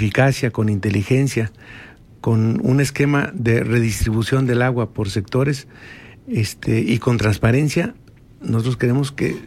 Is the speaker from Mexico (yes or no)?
yes; Torreón, Coahuila, Mexico; born there